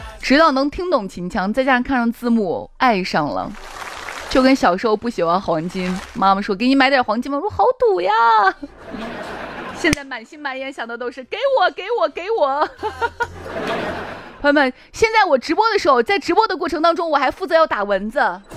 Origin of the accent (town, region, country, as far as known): Shaanxi, China